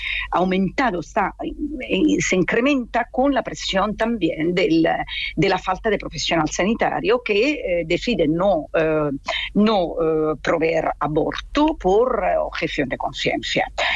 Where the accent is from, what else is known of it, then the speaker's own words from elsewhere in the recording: Italy; accent: Italian; Spanish is a second language; moved away; Como se puede notar de mi acento, yo soy italiana.